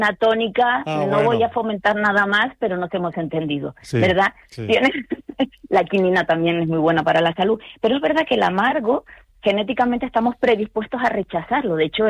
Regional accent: Canary Islands, Spain; como buena canaria, cualquier producto que venga de nuestras islas es bienvenido a dos manos.

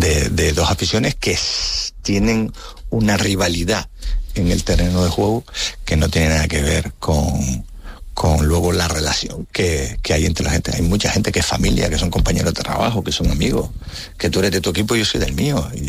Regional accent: Canary Islands, Spain; yo soy canario, yo soy empresario y defiendo lo mejor para nuestra tierra

